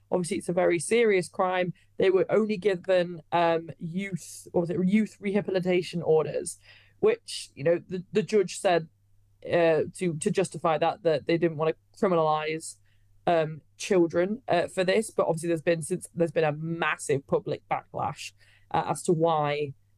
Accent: England, United Kingdom; we can all kind of know as the British people that summers have been getting hotter and hotter

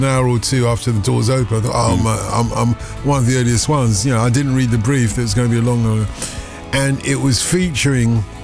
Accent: Tottenham, London, United Kingdom; You know, considering I grew up in Tottenham, which is exactly the next neighbourhood, I've never been up that far north in my life.

